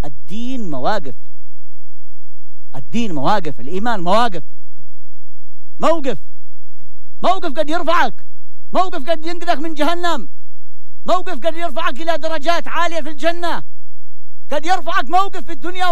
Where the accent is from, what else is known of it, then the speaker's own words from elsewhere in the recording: Yemen; تخيلوا مضيق عندنا في اليمن